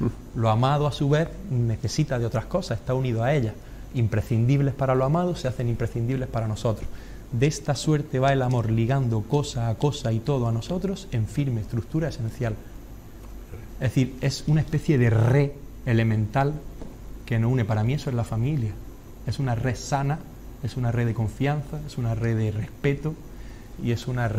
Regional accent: Adra, Andalusia, Spain; born there; en mi pueblo, en mi querido pueblo, en Adra

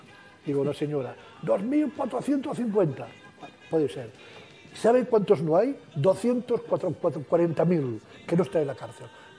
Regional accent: Coma-ruga, Catalonia, Spain; Yo soy de Comarruga

